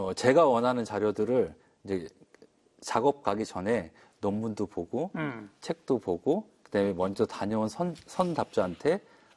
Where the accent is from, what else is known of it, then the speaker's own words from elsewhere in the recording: South Korea; 전 한국 사람이니까.